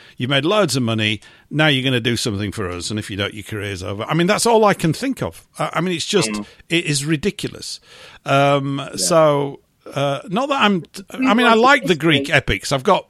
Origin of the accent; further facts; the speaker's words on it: England, United Kingdom; I'm English, mate. You know, I'm not British.